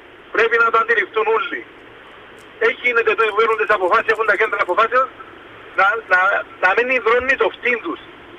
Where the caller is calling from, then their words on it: Limassol, Limassol District, Cyprus; από Λεμεσό.